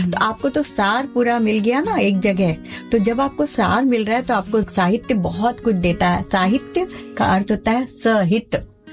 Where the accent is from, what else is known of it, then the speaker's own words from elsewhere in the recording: Katni, Madhya Pradesh, India; कटनी में पहले मैं मारवाड़ी हूँ, हमारे दादाजी नगर सेठ हुआ करते थे